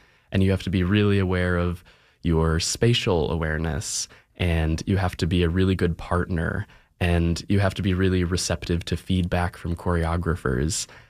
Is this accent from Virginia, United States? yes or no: yes; Virginia, United States; now in Oregon, United States; I'm from Virginia